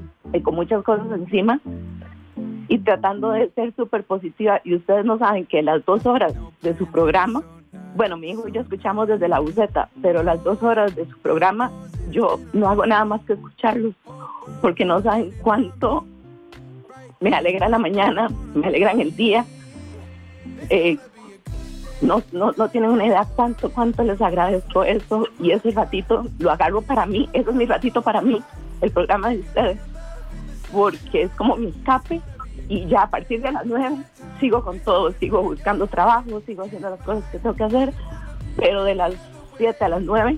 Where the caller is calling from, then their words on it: Santa Ana, San José, Costa Rica; Yo soy de Santa Ana.